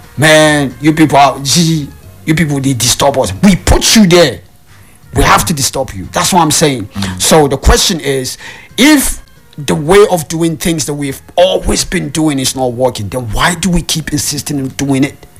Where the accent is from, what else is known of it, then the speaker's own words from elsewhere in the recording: Nigeria; being a Nigerian